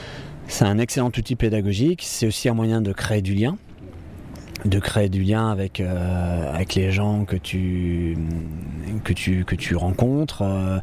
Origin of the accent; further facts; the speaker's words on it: Hauts-de-France, France; Le fait d'être natif du Nord, d'avoir passé mon enfance dans l'Artois, sur l'ancienne ligne de front de 14-18